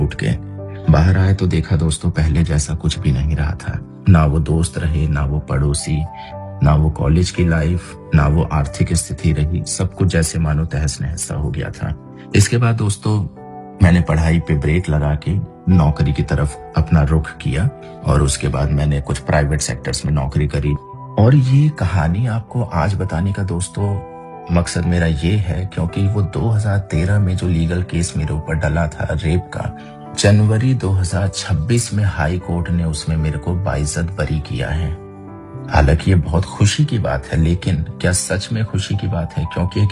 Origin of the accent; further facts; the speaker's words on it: Delhi, India; मैं दिल्ली का रहने वाला हूँ।